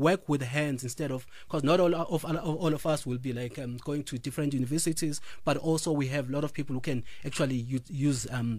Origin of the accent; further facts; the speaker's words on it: Umzimkhulu, KwaZulu-Natal, South Africa; Yes, I'm born and bred. I'm from Mzimkhulu, yes. I'm born and bred from there.